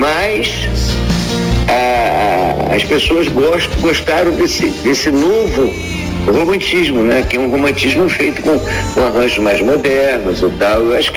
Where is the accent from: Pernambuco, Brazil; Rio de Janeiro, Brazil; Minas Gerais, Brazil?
Rio de Janeiro, Brazil; Niterói; Sou de Niterói.